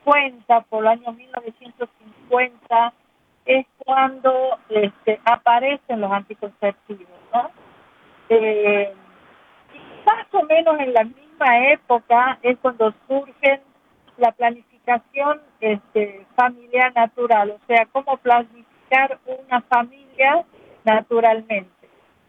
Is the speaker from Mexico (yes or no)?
no; Argentina